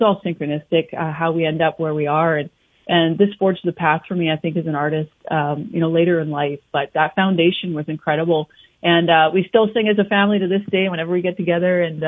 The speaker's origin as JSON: {"language": "English", "region": "the Prairies", "country": "Canada", "tie": "born or raised there", "said": "Yeah, I grew up in the southwest corner of our province here, on a cattle grain farm. So I was a country girl through and through."}